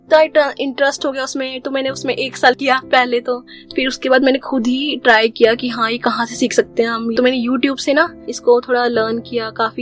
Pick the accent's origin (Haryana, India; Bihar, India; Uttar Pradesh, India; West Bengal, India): Haryana, India; Ambala; मैं अम्बाला की रहने वाली हूँ और मैंने अपनी स्कूलिंग अम्बाला कैंट से की थी। देन मैंने अपना कोर्स किया चंडीगढ़ से वेब डिजाइनिंग का, प्रो डेवलपमेंट का।